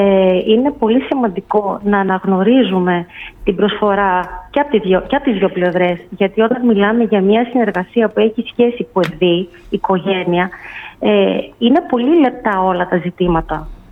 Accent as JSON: {"language": "Greek", "town": "Thessaloniki", "region": "Central Macedonia", "country": "Greece", "said": "Ξεκίνησα με τη Θεσσαλονίκη γιατί είναι η πόλη μου."}